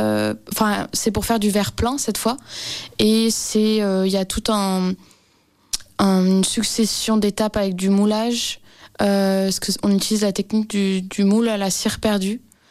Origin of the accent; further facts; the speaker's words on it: France; je suis française